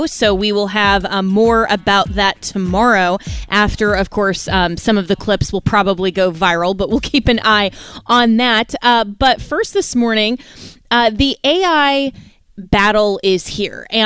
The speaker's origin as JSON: {"language": "English", "region": "Florida", "country": "United States", "said": "which is a huge debate right now in my home state of Florida."}